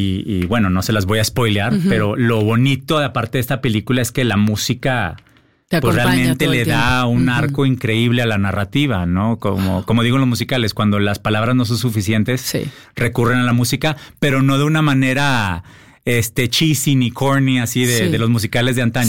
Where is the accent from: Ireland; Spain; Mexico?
Mexico; now in United States; también soy un mexicano que vive en Estados Unidos.